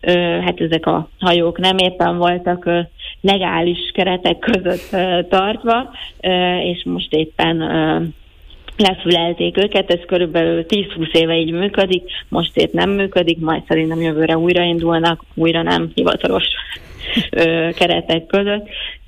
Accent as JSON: {"language": "Hungarian", "region": "Budapest", "country": "Hungary", "tie": "born or raised there", "moved": "yes", "lives_now": "Naples, Italy", "said": "én ugye Budapesten nőttem fel"}